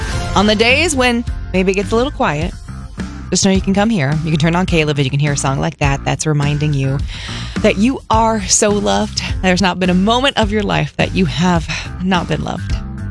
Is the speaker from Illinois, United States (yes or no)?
no; Wichita, Kansas, United States; in Wichita, Kansas, which is my hometown.